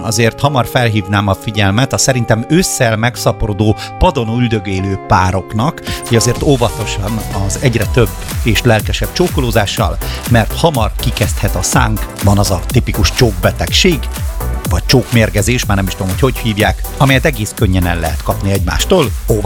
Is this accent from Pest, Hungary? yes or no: no; Borsod-Abaúj-Zemplén, Hungary; now in Szeged, Hungary; én borsodi vagyok